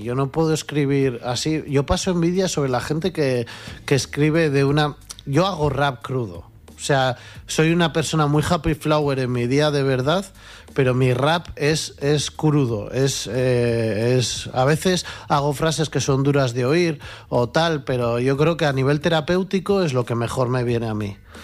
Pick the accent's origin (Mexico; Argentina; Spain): Spain; Pamplona, Navarre; Yo soy de La Chantrea, ahora mismo vivo allá